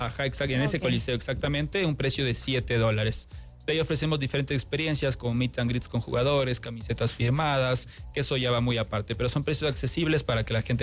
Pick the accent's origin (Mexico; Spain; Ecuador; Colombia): Ecuador; somos ecuatorianos y hay que estar orgullosos de lo que tenemos.